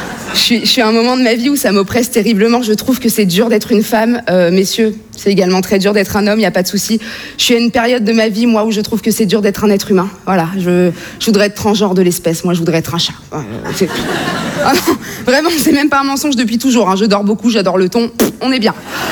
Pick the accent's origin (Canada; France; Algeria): France; on est français, on peut s'enorgueillir un peu, on est la grande nation de la gastronomie.